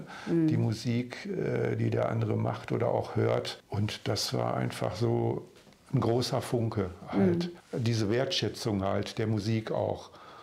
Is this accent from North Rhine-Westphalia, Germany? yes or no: yes; North Rhine-Westphalia, Germany; born there; bin geboren im Bergischen Land.